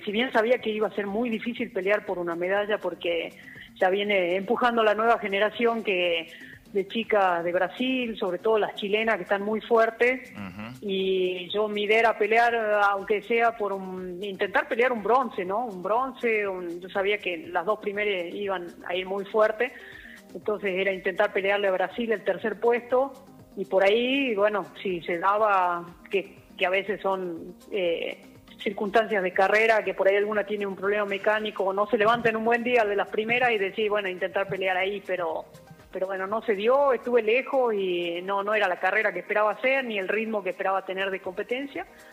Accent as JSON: {"language": "Spanish", "region": "Jujuy", "country": "Argentina", "said": "el honor más grande de decir, soy jujeña en una delegación argentina"}